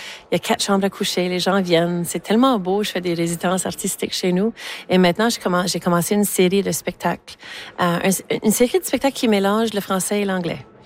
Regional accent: Manitoba, Canada; comme chez nous au Manitoba particulièrement, on est vraiment entouré d'anglais.

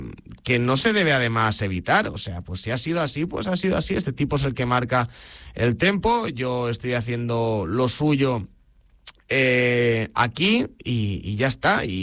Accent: Castilla-La Mancha, Spain; que él es muy canario, yo soy muy manchego, todos somos muy españoles

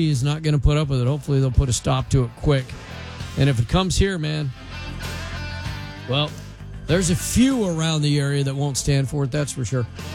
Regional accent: Colorado, United States; there was Coors Barley, was a big agriculture community where I grew up in Colorado.

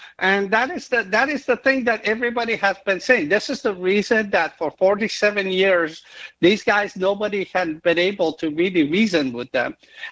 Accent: Iran; That was somewhere around 1984, 1985, 86, in that period of time. And it was right after the Iran and Iraq war started.

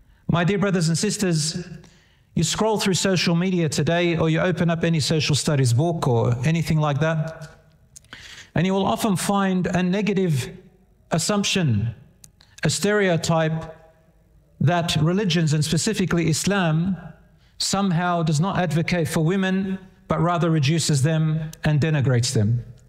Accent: Australia; born there; I was born in Australia. I was raised in the West like most of you. I studied overseas as well and got to see both cultures and both worlds.

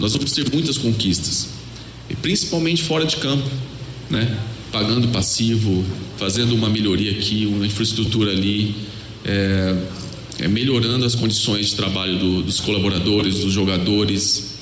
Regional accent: Brazil; nós brasileiros

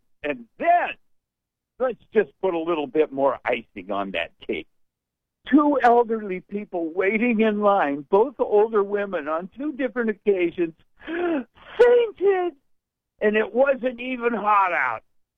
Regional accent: Scotland, United Kingdom; I don't gamble. I'm Scottish.

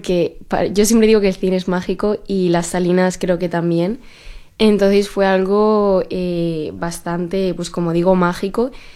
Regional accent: Torrevieja, Valencian Community, Spain; moved away as an adult; also born or lived in Madrid; yo soy de Torrevieja y pues me fui a estudiar a Madrid.

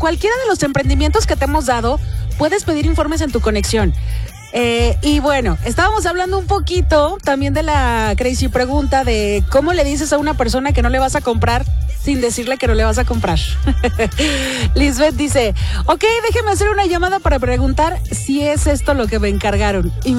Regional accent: Mexico; somos buenísimos los mexicanos para arreglárnosla con eso de los pretextos

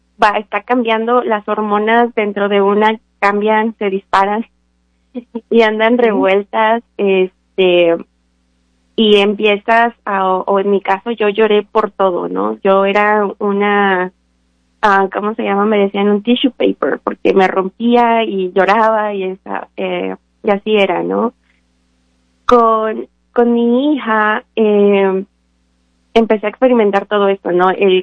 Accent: Apizaco, Tlaxcala, Mexico; moved away; soy mexicana del estado de Tlaxcala, es el estado más chiquito que se encuentra en la República Mexicana, en la ciudad de Apizaco. Lo que se da ahí mucho es el maíz, entonces se considera una ciudad de maíz

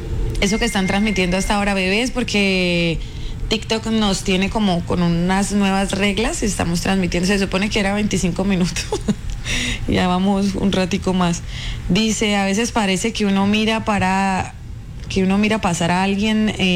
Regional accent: Venezuela; moved away; yo crecí en un pueblito en Venezuela. Yo viví gran parte de mi vida en Venezuela, por eso amo tanto Venezuela, y crecí específicamente en un pueblito en la frontera.

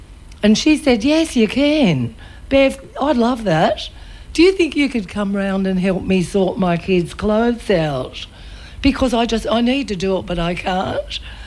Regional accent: Goulburn, New South Wales, Australia; I grew up in Goulburn in a family of five kids. Not a terribly religious family, but attended Sunday school a lot, went to church a lot.

